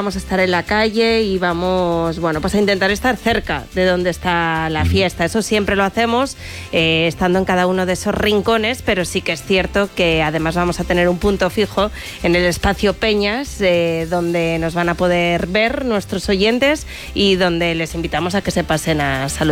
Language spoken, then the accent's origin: Spanish; Logroño, La Rioja, Spain; Es que es verdad, a mí también me pone de mala leche y soy de aquí. O sea, soy de Logroño.